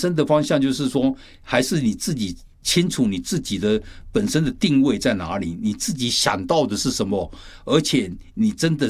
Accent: China; 我们中国人讲的是事倍功半

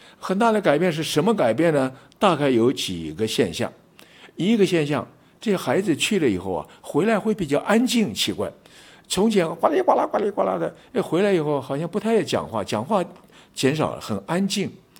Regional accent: Taiwan; 他晓得我从台湾来的，哎呀，我们都是同根生啊

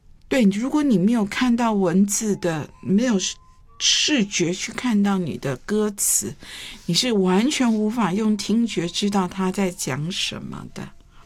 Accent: Taiwan; 也许大陆的朋友比较好哈，因为你们有被就是一直还有保留着这一个部分的艺术。可是台湾已经是我们课本里面是有介绍相声艺术，但是学生距离它好远啊。

